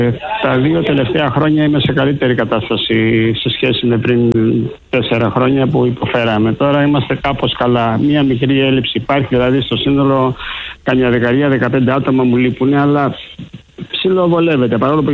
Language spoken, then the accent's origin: Greek; Greece; εμείς σαν Έλληνες έχουμε μάθει να παραπονιόμαστε